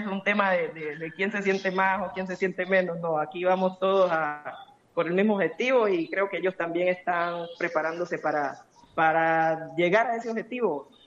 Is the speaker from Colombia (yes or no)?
yes; Buenaventura, Valle del Cauca, Colombia; somos de Buenaventura, vamos desde Buenaventura